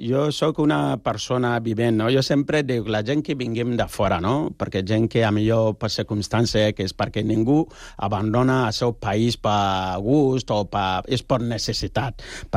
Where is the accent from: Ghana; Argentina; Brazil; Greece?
Ghana; Catalan is a second language; now in Spain; perquè jo soc de Ghana, tu imagina que jo vinc aquí amb un taparrabo o una aliança, això no és així. Llavors, clar, jo si vinc a Catalunya, com mínim, aprendre la llengua catalana